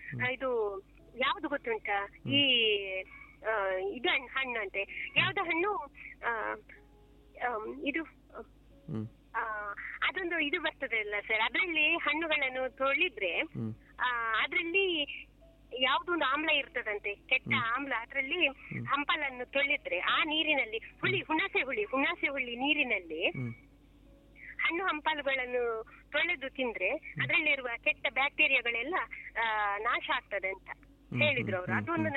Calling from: Karkala, Karnataka, India

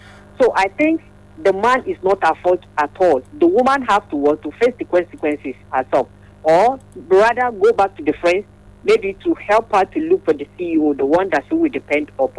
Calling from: Amsterdam, North Holland, Netherlands; from Amsterdam.

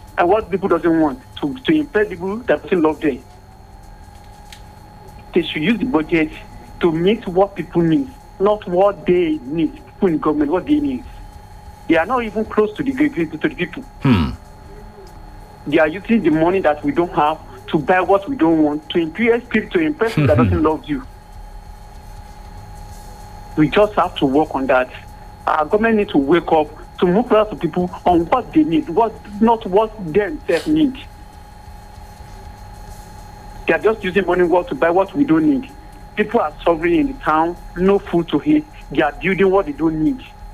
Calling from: Nigeria; I'm calling from Apayawo Village, Akron Road.

